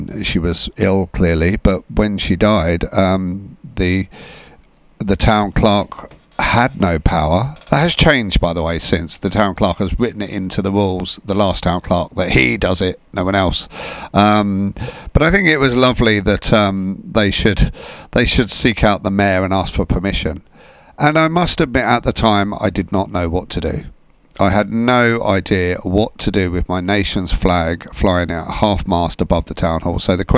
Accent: Huntingdon, East of England, United Kingdom; born and raised in Huntingdon, and to be its first citizen was an absolute honour, and to be the last, at the moment, the last mayor born in the town.

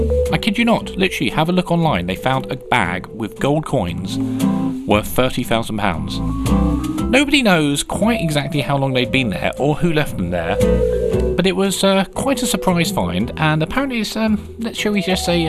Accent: United Kingdom

